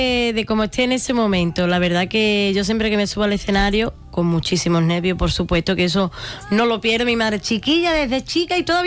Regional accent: Almonte, Andalusia, Spain; Mi pueblo siempre conmigo, por bandera.

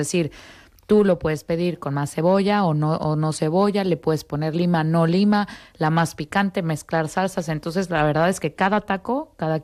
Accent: Mexico; moved away; en México, como mexicano

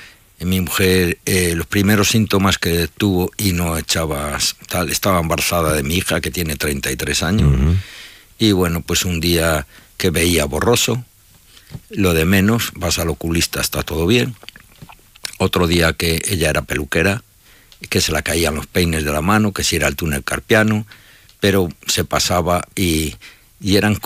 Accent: Palencia, Castile and León, Spain; somos gente de Palencia, hemos trabajado en Palencia, hemos cotizado en Palencia, nuestros hijos viven en Palencia.

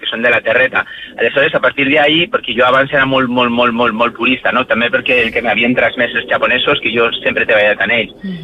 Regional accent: Valencian Community, Spain; jo soc de València, que és aquí

